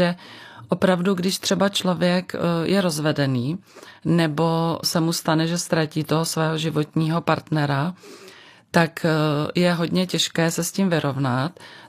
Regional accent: Plzeň, Plzeň Region, Czechia; Ale přeci jenom mám pocit, že ve městě, já pocházím z Plzně, tak tam mi ty seniori říkají

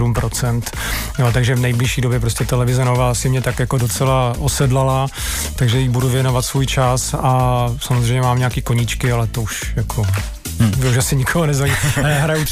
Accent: Moravia, Czechia; now in Prague, Czechia; Já třeba, že pocházím z Moravy, když tam prostě přijedu do těch vesniček trochu konzervativnějších

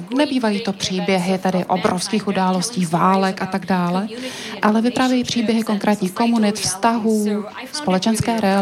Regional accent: India; Já jsem z Indie

